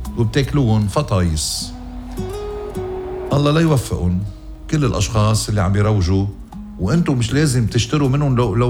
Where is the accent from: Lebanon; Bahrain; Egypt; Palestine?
Lebanon